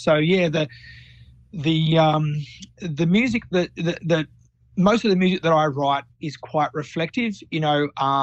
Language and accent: English; Tasmania, Australia; moved away as an adult; also born or lived in Melbourne / Sydney; I grew up really country in Tassie, and then when I got over to the mainland in the early 2000s